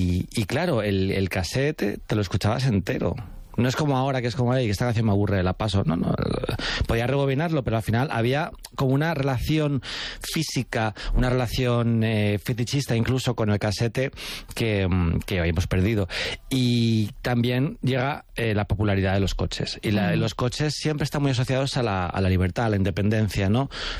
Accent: Alcorcón, Community of Madrid, Spain; Cuando decían, ¿tú de dónde eres? Yo decía, Alcorcón. La gente era como... ¿Sabes? En plan, como que les parecía gracioso ser de Alcorcón.

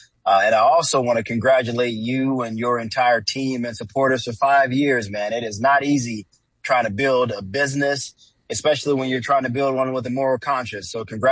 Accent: Southern United States, United States; You know, I grew up in the South.

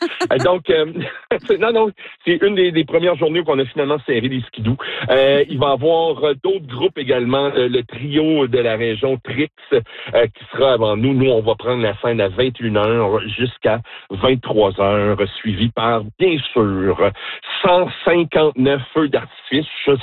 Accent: Sudbury, Ontario, Canada; puisque j'ai été élevé à Sudbury, quand on visitait la famille de ma mère à Hearst

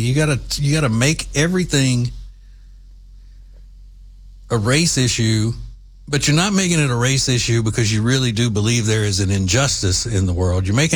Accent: Texas, United States; I'm from Texas

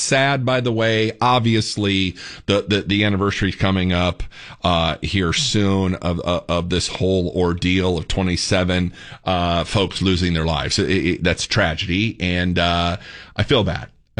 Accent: Northern United States, United States; Once again, I'm a transplant. I'm a Yankee. I came from the North. I say that with pride. I mean, I love Texas. I'm never leaving, ladies and gentlemen.

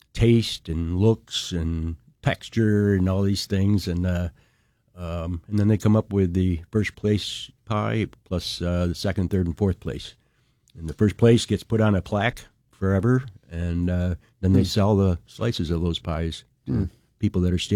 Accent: Naples, New York, United States; I grew up in Naples. I love it. I worked there.

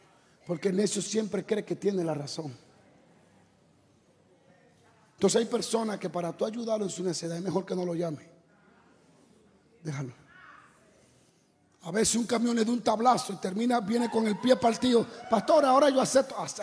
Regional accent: Dominican Republic; Yo soy dominicano.

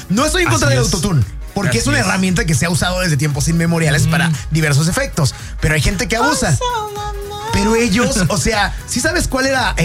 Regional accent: Xalapa, Veracruz, Mexico; amo que los jalapeños siempre les decimos a los del puerto que les falta cultura.

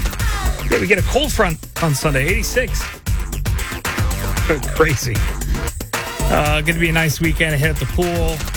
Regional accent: Chicago, Illinois, United States; moved away; 41, but I grew up in Chicago

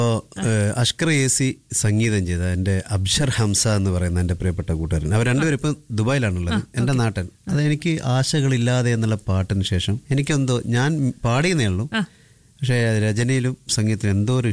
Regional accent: Vadakara, Kerala, India; നമ്മുടെ നാട്ടിൽ, ഇപ്പൊ എന്റെ നാട്ടിൽ വടകര

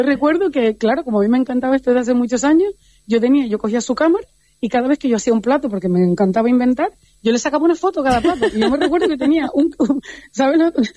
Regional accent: Canary Islands, Spain; es que somos de Canarias, como si fuéramos poca cosa

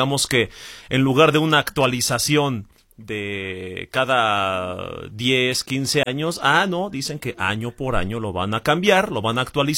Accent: Mexico; uno como mexicano

